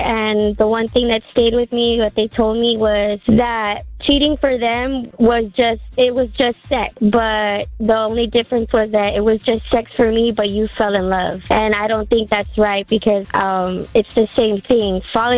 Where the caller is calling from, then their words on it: Orange County, California, United States; calling from Orange County.